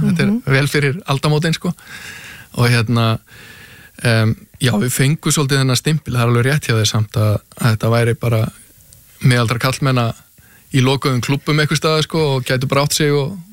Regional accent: Hafnarfjörður, Capital Region, Iceland; ég ólst upp í Hafnarfirðinum að golfklúbum Keili bara byrjaði þar 7-8 ára gamall.

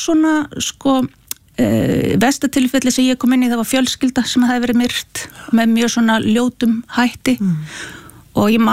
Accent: Akureyri, Northeastern Region, Iceland; Og við erum alveg upp á Akureyri

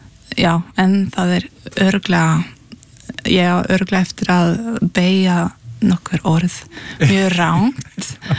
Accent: Oslo, Norway; Já, ég aln upp í Oslo og svo bjó ég hér í Reykjavík þegar ég var 11 ára í eitt ár.

